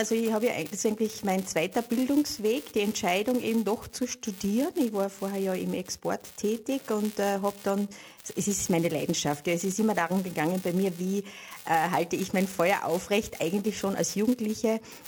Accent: Carinthia, Austria; moved away as an adult; also born or lived in England / Vienna; jetzt hält mich in Kärnten eigentlich nichts mehr.

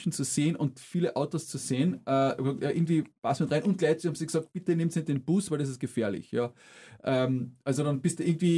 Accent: Villach, Carinthia, Austria; moved away as an adult; Ja, bin in Villach aufgewachsen, habe dort eigentlich bis zur Matura gelebt, eigentlich immer im gleichen Haus, wir sind nie umgezogen, meine Eltern leben heute noch in dem gleichen Haus.

